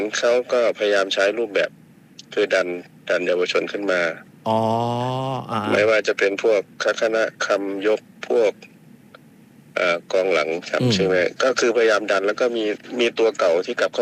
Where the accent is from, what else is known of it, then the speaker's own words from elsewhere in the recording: Isan, Thailand; เพราะผมนี่เป็นคนอีสาน